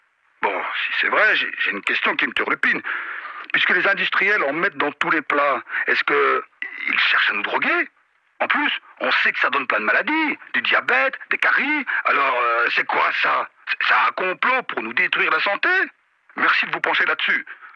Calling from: Chimay, Wallonia, Belgium; je vous appelle de Chimay.

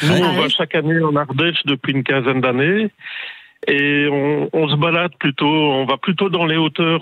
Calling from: Rixensart, Wallonia, Belgium; Moi, je suis à Rixensart.

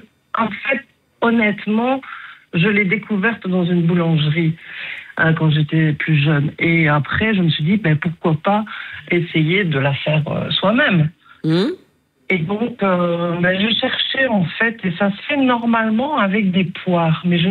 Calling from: Estinnes, Wallonia, Belgium; Alors, je suis à Estine.

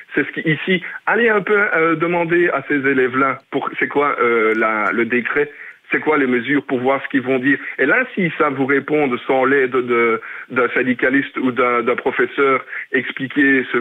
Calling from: Liège, Wallonia, Belgium; je suis liégeois

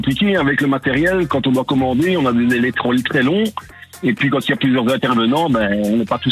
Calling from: Limont, Wallonia, Belgium; Limon, du côté de Warem.

